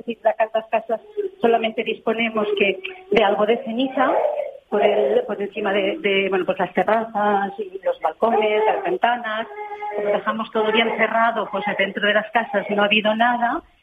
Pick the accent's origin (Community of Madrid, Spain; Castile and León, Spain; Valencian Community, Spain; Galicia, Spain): Valencian Community, Spain; Azuébar; Bueno, primero quiero aclararos que somos del municipio de Azuévar.